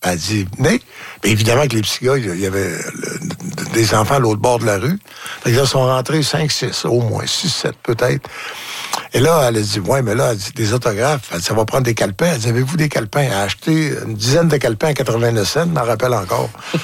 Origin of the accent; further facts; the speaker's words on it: Falardeau, Quebec, Canada; Oui. Mais je viens de Falardeau.